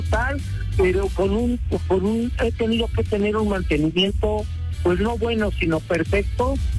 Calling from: Mexico City, Mexico; Bien, mira, soy taxista del Distrito Federal.

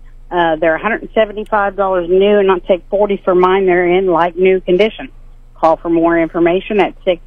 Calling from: Marshall, Missouri, United States; Yes, I'm calling from Marshall.

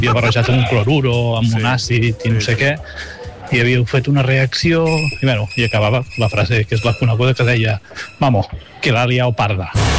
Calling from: Vilafranca del Penedès, Catalonia, Spain; de Vilafranca.

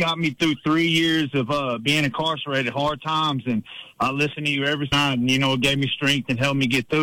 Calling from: Wichita Falls, Texas, United States; I'm calling from Wichita Falls, Texas.

